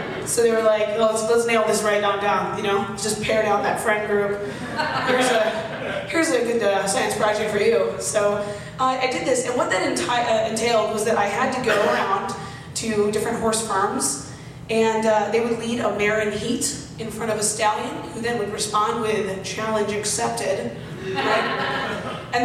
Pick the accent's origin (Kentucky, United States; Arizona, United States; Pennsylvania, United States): Arizona, United States; I was raised in Arizona, and it was just like I never dealt with allergies there.